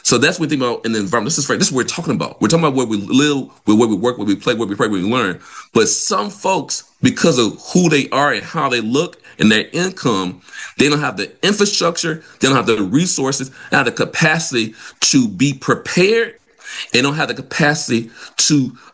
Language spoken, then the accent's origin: English; Vicksburg, Mississippi, United States; Like, I'm from Mississippi, so I'm from Vicksburg.